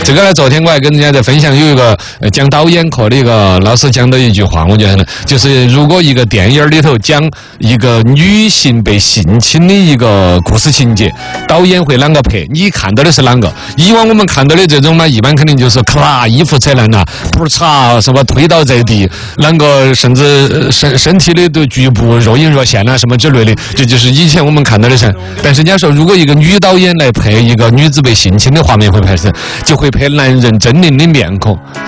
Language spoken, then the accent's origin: Chinese; China; 我们中国人